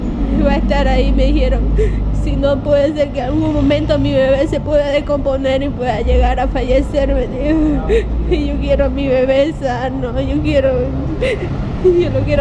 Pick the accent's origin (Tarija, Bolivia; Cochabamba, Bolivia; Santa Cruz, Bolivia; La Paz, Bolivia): Santa Cruz, Bolivia; Charagua; now in Santa Cruz de la Sierra, Bolivia; vengo de una familia de bajos recursos, no soy de aquí, soy de Charagua.